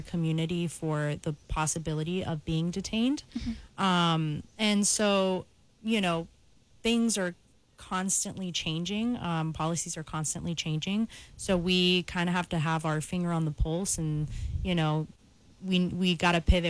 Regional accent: Virginia, United States; now in Pittsburgh, United States; I'm Latina and I come from a family of immigrants. And my parents, well, I was born and raised in Virginia. We moved up here to Pittsburgh around that time.

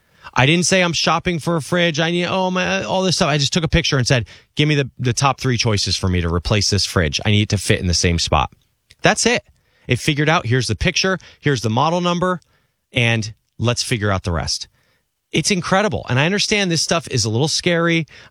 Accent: New Jersey, United States; If I had access to tools like this when I was an 11-year-old, 12-year-old, 13-year-old growing up in New Jersey as a somewhat creative.

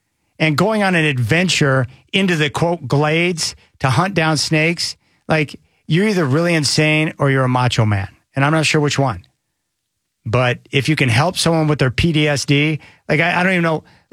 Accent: Oklahoma, United States; I'm like anyone else, like snakes, they make me, I grew up around them in Oklahoma.

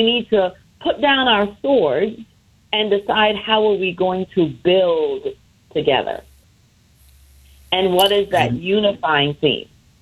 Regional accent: Jamaica; moved away; I remember growing up in Jamaica

